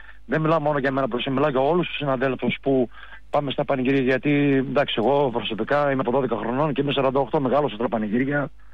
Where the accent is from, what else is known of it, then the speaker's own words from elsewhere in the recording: Dion, Central Macedonia, Greece; Θα σου πω μια παροιμία που λένε στο χωριό μου αυτό, στο Δίον.